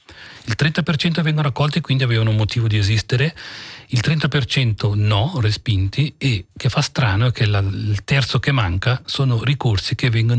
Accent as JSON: {"language": "Italian", "town": "Peccia", "region": "Ticino", "country": "Switzerland", "tie": "born or raised there", "said": "io sono originario del piano di Pecia, il comune sta adesso eseguendo diversi lavori importanti."}